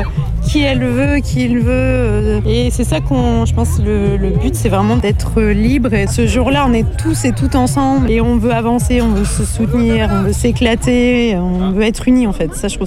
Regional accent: Bussière-Galant, Nouvelle-Aquitaine, France; Je viens de Bussière-Galant.

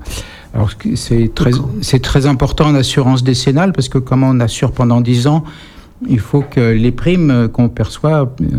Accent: Saint-Mandé, Île-de-France, France; moved away as an adult; now in Périgueux, France; Je suis né dans le Val-de-Marne, à Saint-Mandé.

